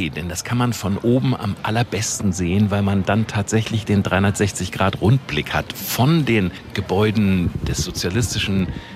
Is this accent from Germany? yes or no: yes; Hamburg, Germany; now in Berlin, Germany; Ich komme aus Hamburg